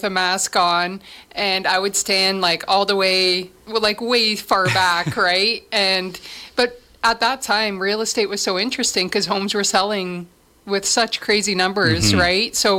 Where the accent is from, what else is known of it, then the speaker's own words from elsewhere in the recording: Listowel, Ontario, Canada; also born or lived in Netherlands; I grew up in Listowel. I came from the Netherlands. I grew up on the farm.